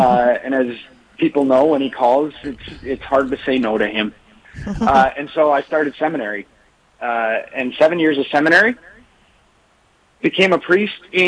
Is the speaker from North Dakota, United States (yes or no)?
yes; Dickinson, North Dakota, United States; As you said … I grew up in Dickinson, Trinity School, all my life.